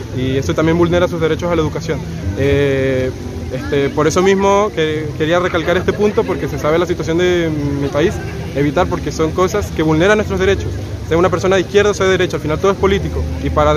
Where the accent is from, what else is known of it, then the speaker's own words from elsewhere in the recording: Venezuela; Yo soy venezolano